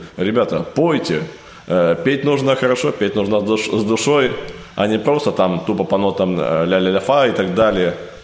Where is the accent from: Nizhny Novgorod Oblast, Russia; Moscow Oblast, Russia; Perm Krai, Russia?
Perm Krai, Russia; представляю Пермский край, но на самом деле я из Пермского края, как бы, но еще севернее Перми, то есть 180 километров от города Березники.